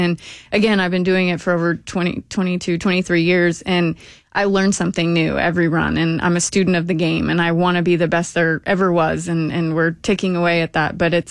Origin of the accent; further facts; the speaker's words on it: Texas, United States; I took Spanish, not French. I'm from Texas.